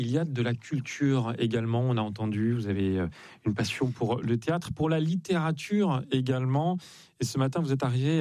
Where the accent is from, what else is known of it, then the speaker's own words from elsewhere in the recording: France; C'est comme si on nous disait on est européen. Alors qu'on est français.